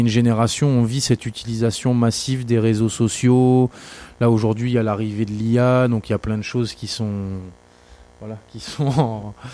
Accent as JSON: {"language": "French", "country": "New Caledonia", "tie": "born or raised there", "also_born_or_lived": "Paris / Toulouse", "moved": "yes", "lives_now": "Haute-Vallée de l'Aude, France", "said": "comme j'ai grandi en Nouvelle-Calédonie, c'est vrai que mes premières années en France, j'ai été en ville, donc j'ai été à Paris, j'ai été à Toulouse."}